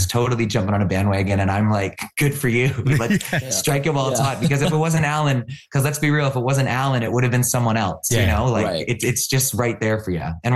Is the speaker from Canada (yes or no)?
yes; Canada; as a Canadian, you know how excited we get when we find out that someone's Canadian.